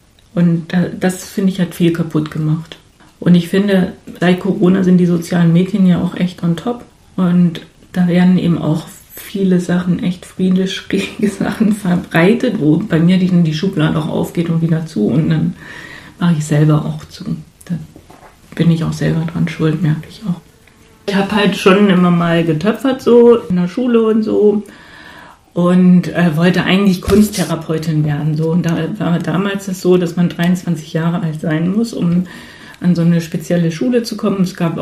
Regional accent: Lower Saxony, Germany; born there; Und geboren bin ich in Ostfriesland.

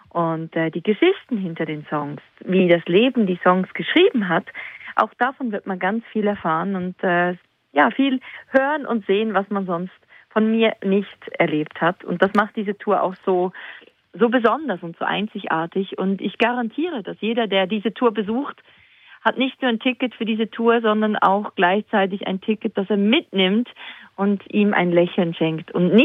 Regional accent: Switzerland; Ja, klar. Die Schweiz ist meine Heimat. Die Schweiz sind meine Wurzeln.

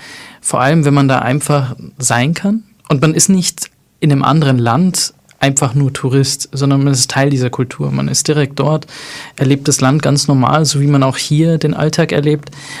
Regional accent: Germany; Einerseits bin ich in Deutschland aufgewachsen und das ist für mich ganz klar Heimat, weil es auch ganz viel Deutsches ist, was mich einfach auch geprägt hat.

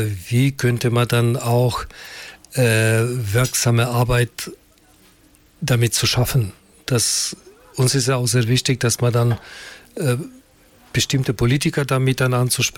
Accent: North Macedonia; born or raised there; German is a second language; now in Germany

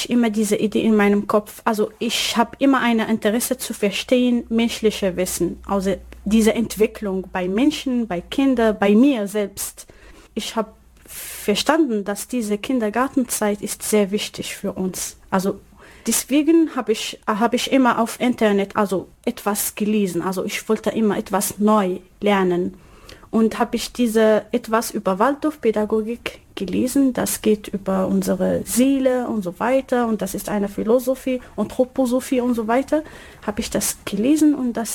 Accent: Morocco; German is a second language; moved away as an adult; now in Mannheim, Germany; ich komme aus Marokko.

